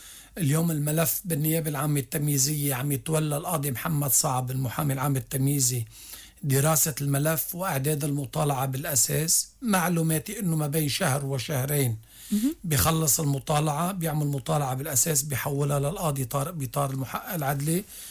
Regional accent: Lebanon; أنا كمواطن لبناني ومسلم

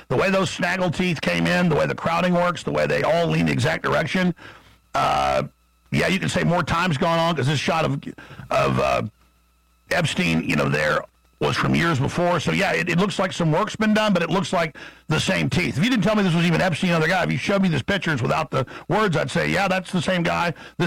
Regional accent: Dallas, Texas, United States; I've had my leg broken at five. People started fights. It was rough growing up in Dallas for a reason.

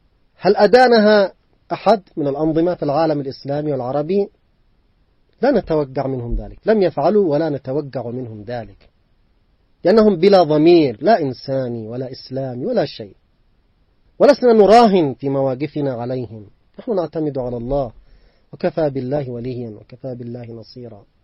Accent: Yemen; ونحن كشعب يمني بهويتنا الإيمانية الراسخة

